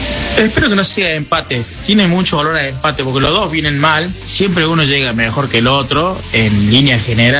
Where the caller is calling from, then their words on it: Córdoba, Argentina; 37616, mis primeros 5 del DNI. Soy de barrio Quebrada de la Rosa, participo por la perla.